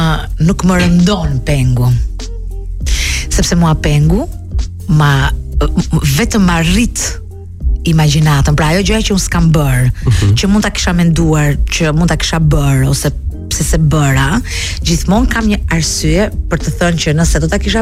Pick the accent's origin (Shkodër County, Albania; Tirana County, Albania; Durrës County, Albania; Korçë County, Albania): Durrës County, Albania; Durrës; moved away; unë jam nga Durrësi, nuk i kam humbur lidhjet me këtë qytet, kam një apartament të vogël, kam familjen, një pjesë familjes që jeton atje